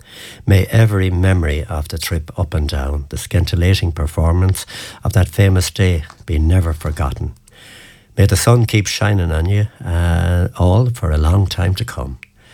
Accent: Brickens, County Mayo, Ireland; now in Cappoquin, Ireland; I'm originally from Brickens … out there in Brickens. Hello to all the Nolans and Brickens.

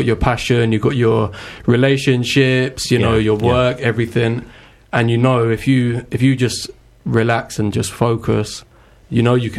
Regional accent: Brighton, South East England, United Kingdom; So I'm just trying to showcase my hometown of Brighton.

